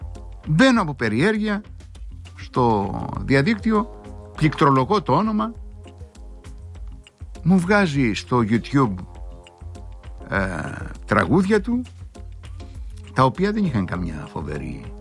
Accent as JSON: {"language": "Greek", "region": "Crete", "country": "Greece", "said": "λιράριδες που λέμε στην Κρήτη"}